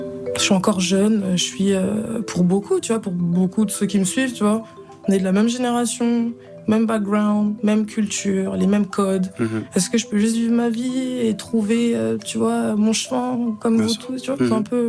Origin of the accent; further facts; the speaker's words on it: DR Congo; also born or lived in Paris, France; Ouais, je suis congolaise.